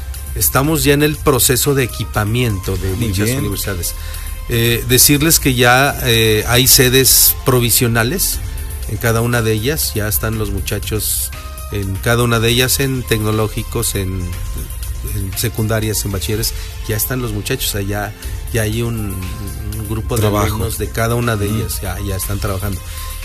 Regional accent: Acajete, Puebla, Mexico; los que somos de no de Puebla capital, yo no soy de tan lejos, de Acajete.

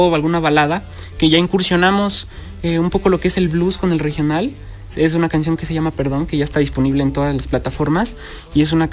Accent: Mexico; amo mi país, amo mi México y pues este soy muy, como lo ven, ¿no? Soy muy, muy mexicano.

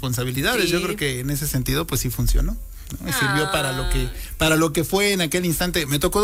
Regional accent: Mexico City, Mexico; Soy de Iztapalapa para el mundo, como Los Ángeles.

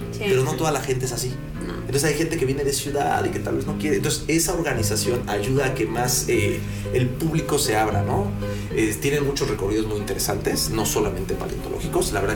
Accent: Mexico City, Mexico; A mí como chilango ver tráfico de 3 horas, digo, bueno, pues no pasa nada, ¿no?

